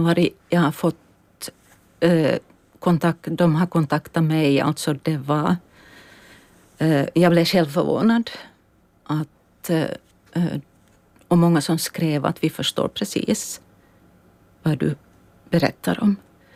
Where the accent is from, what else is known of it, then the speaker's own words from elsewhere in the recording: Ekenäs, Uusimaa, Finland; moved away as an adult; now in Åland, Finland; Vi har bott länge i Ekenäs, jag är född och uppvuxen i Ekenäs.